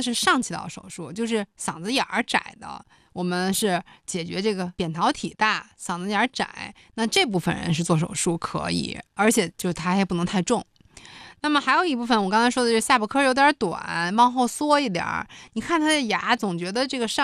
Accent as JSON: {"language": "Chinese", "country": "China", "said": "我们中国人"}